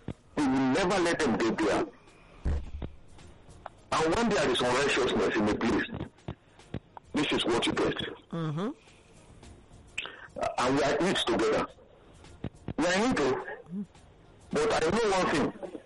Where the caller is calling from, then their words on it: Ibadan, Oyo, Nigeria; I'm calling from Ibadan.